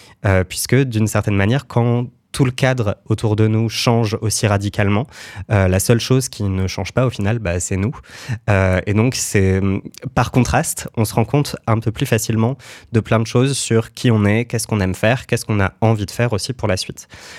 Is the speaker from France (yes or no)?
yes; France; chez nous en France